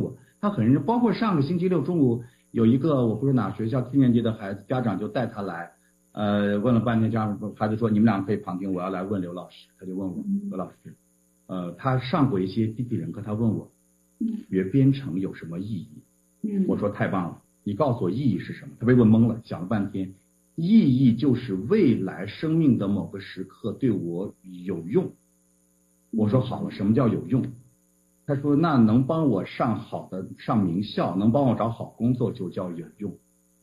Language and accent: Chinese; China; 我们中国人